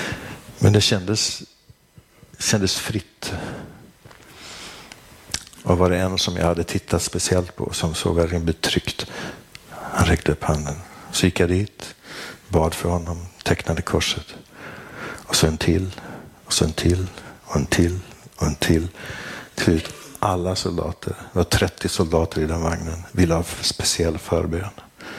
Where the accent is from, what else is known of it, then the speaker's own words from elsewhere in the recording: Sweden; jag är präst från Sverige.